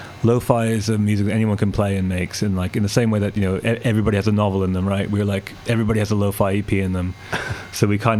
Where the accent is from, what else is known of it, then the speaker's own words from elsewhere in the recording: Bath, South West England, United Kingdom; I'm from Bath